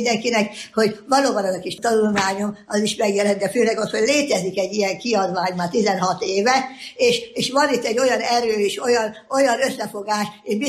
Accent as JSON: {"language": "Hungarian", "town": "Esztergom", "region": "Komárom-Esztergom", "country": "Hungary", "tie": "born or raised there", "moved": "yes", "said": "én Esztergomból születtem, és ott ültem föl, és hát az egyetemet is nem könnyen, de azt is el tudtam végezni"}